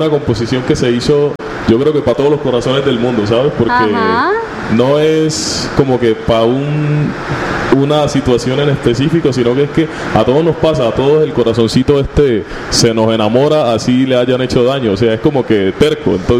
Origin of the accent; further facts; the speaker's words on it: Quibdó, Chocó, Colombia; now in Cali, Colombia; soy de Quibdó, soy chocoano, pero estoy viviendo acá en Cali hace 2 años ya